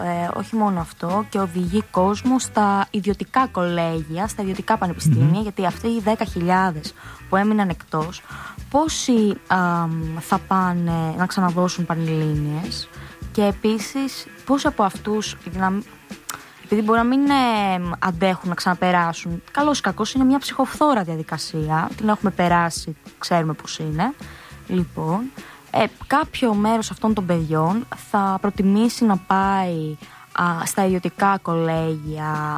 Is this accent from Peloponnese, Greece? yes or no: yes; Kalamata, Peloponnese, Greece; Έβλεπα π.χ. για την Καλαμάτα, στα μέρη μου, okay. Έβλεπα ένα σχόλιο ενός συνταξιούχου δημοσιογράφου σε μια τοπική εφημερίδα της πόλης μας